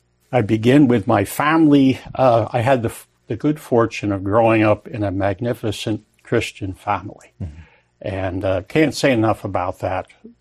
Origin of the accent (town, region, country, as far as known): Pennsylvania, United States; born or raised there; also born or lived in New Jersey